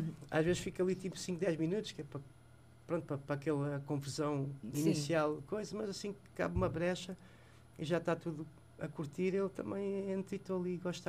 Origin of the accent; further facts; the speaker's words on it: Lisbon, Portugal; Eu sou lisboeta, nasci em Lisboa, ao pé da Feira Popular, na rua Elis Garcia, sou mesmo dali.